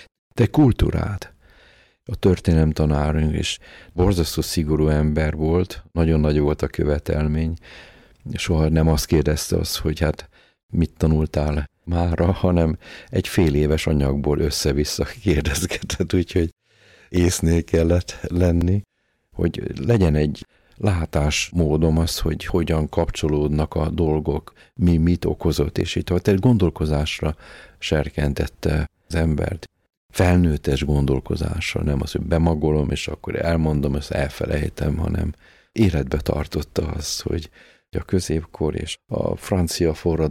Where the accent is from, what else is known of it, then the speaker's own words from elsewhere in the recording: Budapest, Hungary; Várban nőttünk föl.